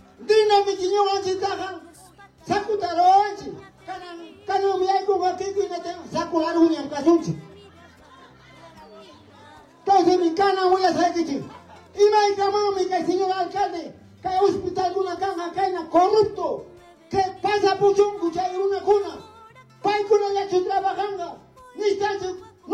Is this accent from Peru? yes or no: yes; Tarcanayo, Ayacucho, Peru; soy de Tarcanayo.